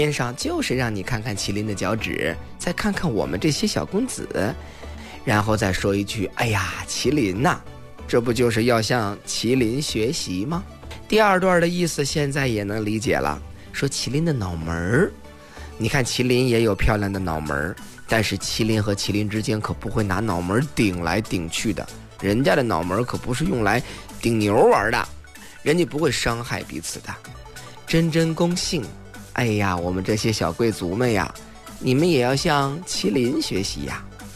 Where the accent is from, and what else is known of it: China